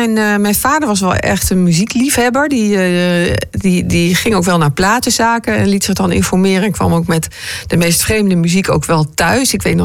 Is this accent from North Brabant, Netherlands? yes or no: no; Arnhem, Gelderland, Netherlands; born there; Maar ik ben in Arnhem geboren en daarna kwam er nog een broertje... die in Arnhem is geboren ook.